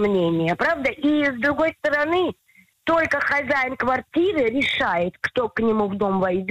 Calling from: Tel Aviv, Tel Aviv District, Israel; Я звоню из Тель-Авива.

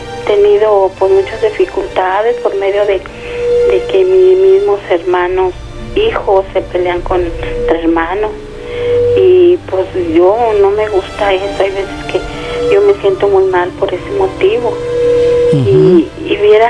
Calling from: Mesa Colorada, Jalisco, Mexico; Le llamo de aquí, de la Mesa Colorada.

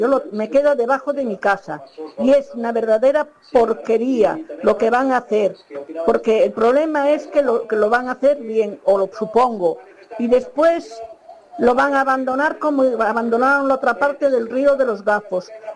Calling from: Pontevedra, Galicia, Spain; yo vivo en Campolongo.

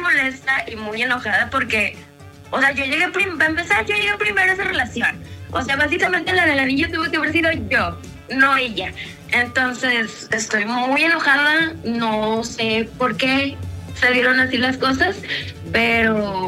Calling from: Nuevo León, Mexico; En Nuevo León

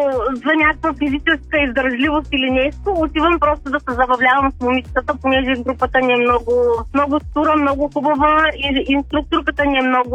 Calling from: Varna, Varna Province, Bulgaria; от Варна.

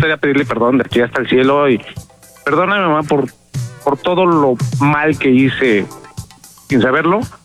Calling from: Mexico City, Mexico; De acá, de Iztapalapa.

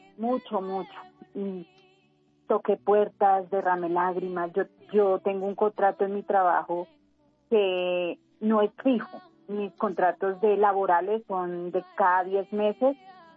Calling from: Bogotá, Colombia; porque yo soy de Bogotá y ya he llevado mucho tiempo aquí en Bogotá

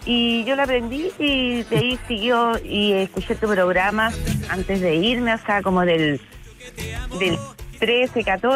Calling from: Arica, Arica y Parinacota, Chile; Yo te estoy llamando de Arica.

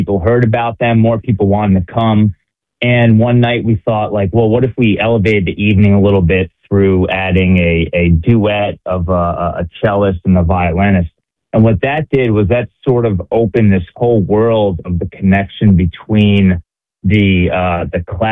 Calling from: New York, United States; I'm calling in from New York.

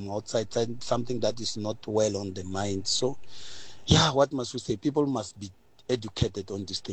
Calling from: Giyani, Limpopo, South Africa; I'm from Giani. I'm a Muchangana also, Mutsonga.

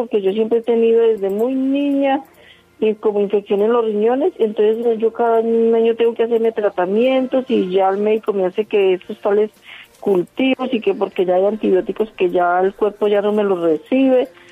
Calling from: Bogotá, Colombia; Aquí de Bogotá. De Bogotá. Para el lado de Suba.

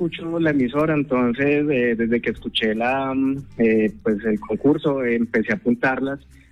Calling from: Colombia; Yo vivo en Parque Industrial, Mirador de Llano Grande

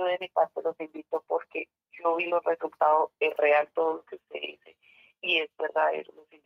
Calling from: Cundinamarca, Colombia; Me estoy llamando de acá, de Ciudad Latina.

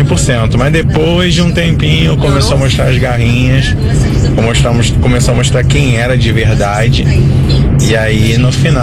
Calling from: São Paulo, Brazil; sou do interior de São Paulo.

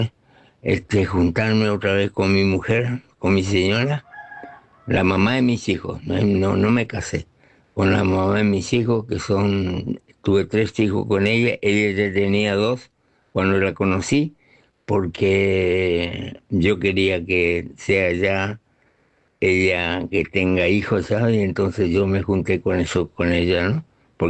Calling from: Formosa, Argentina; de Formosa.

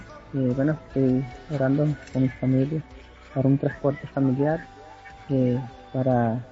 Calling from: Atánquez, Cesar, Colombia; Soy de acá de la Sierra Nevada, San Cuamo, y bueno, entonces quiero pedir oración. … vivo acá en Atanques, en la Sierra Nevada.

